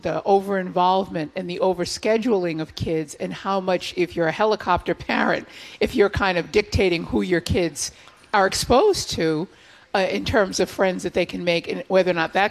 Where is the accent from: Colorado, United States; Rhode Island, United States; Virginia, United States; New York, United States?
Rhode Island, United States; East Providence; I don't think I ever went to a school growing up in East Providence, Rhode Island that was, more than a quarter of a mile away from where I lived.